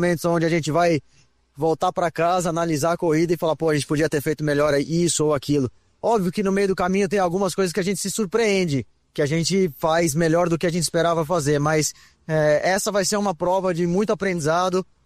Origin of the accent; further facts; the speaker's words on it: São Paulo, Brazil; Eu que nasci aqui em São Paulo, tive muitos anos aqui no kartódromo correndo